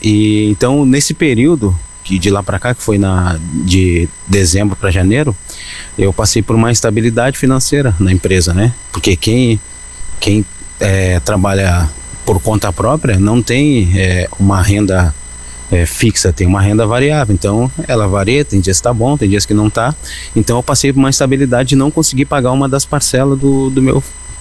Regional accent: Rio Grande do Sul, Brazil; born there; moved away; Eu fui até a minha cidade onde eu nasci, no Rio Grande do Sul.

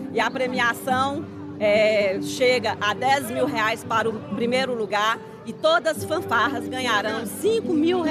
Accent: Teófilo Otoni, Minas Gerais, Brazil; Teoflotone é a minha cidade natal.

